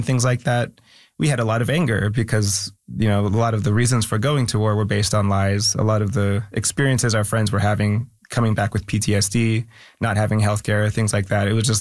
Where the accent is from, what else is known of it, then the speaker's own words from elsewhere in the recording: Philippines; Being Filipino, you're not quite grouped in with the other like East Asian diasporic peoples as being like very smart.